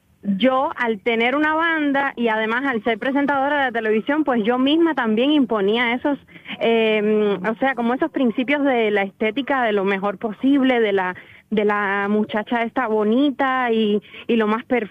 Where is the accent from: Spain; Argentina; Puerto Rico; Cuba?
Cuba; Pues yo noté todo lo contrario, o sea, mi percepción de lo que vengo de Cuba.